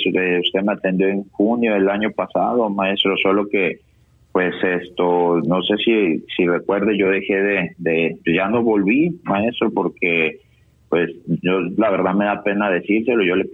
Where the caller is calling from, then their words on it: Zacatecas, Mexico; yo soy de Zacatecas